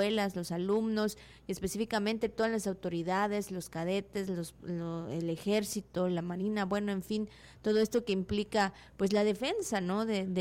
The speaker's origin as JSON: {"language": "Spanish", "country": "Mexico", "said": "para nosotros como mexicanos."}